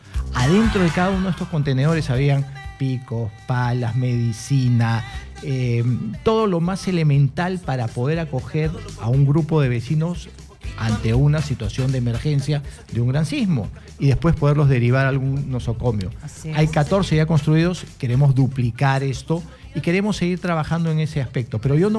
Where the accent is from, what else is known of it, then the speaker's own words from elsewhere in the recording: Lima, Peru; born there; Yo converso con todos en el distrito, camino mucho el distrito, lo recorro, conozco cada rincón, porque ahí he nacido, mira, ahí vivo.